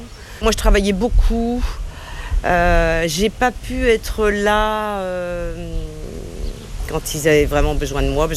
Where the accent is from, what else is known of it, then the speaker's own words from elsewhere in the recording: Grand Est, France; Je suis de Champagne.